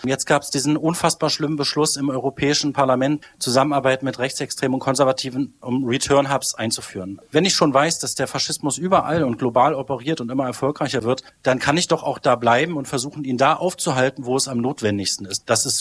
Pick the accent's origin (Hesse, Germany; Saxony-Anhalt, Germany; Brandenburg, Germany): Saxony-Anhalt, Germany; Halberstadt; Halberstadt ist meine Heimat, ich bin hier aufgewachsen. Ich kenne hier fast jeden Winkel.